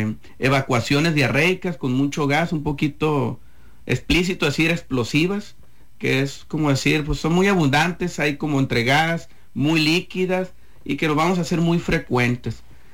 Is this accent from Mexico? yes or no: yes; Sinaloa, Mexico; Somos sinaloenses, todo el año hace calor. Es la única estación del año que tenemos.